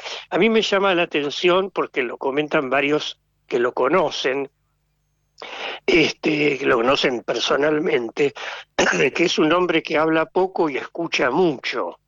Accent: Argentina; esto es muy nuestro, muy argentino

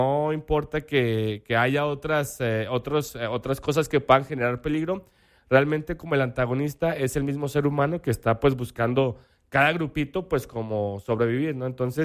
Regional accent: Mexico; Ni nosotros, que somos Sea, mexicanos

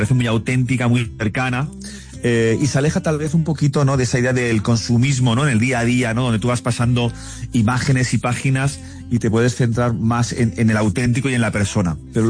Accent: Alicante, Valencian Community, Spain; En España, donde conseguí empezar a tener un poquito de resonancia, ¿no? En lo que era en mi ciudad natal, en Alicante.

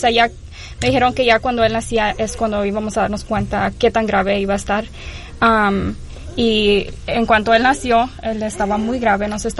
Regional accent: Houston, Texas, United States; also born or lived in California; Yo nací en California, pero crecí en Houston, Texas.

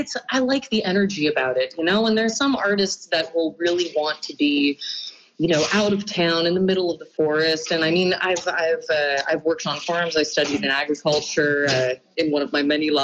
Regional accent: Montreal, Quebec, Canada; born there; also born or lived in Victoriaville / Gatineau / Australia / Granby; I grew up in Montreal, I moved out to Victoriaville, I lived in Gatineau, I lived in Australia for a full year. And when I got to Granby

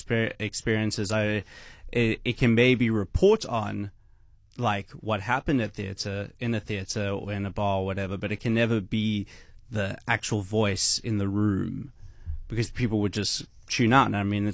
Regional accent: George, Western Cape, South Africa; moved away as an adult; growing up in George. That's where I'm from. That's where I spent my first 18 years.

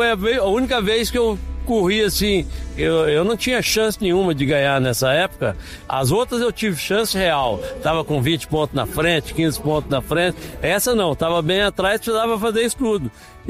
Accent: Brazil; eu sou o único campeão brasileiro que não sou paulista.

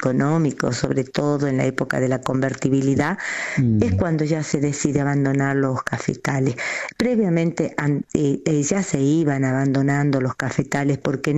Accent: Salta, Argentina; accent: norteña; also born or lived in Jujuy; en realidad yo nací en Jujuy y crecí en el ramal salteño.

